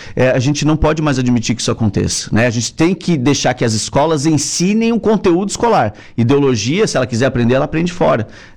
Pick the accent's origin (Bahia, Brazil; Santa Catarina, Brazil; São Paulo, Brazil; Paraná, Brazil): Santa Catarina, Brazil; Joinville; Eu sou de Joinville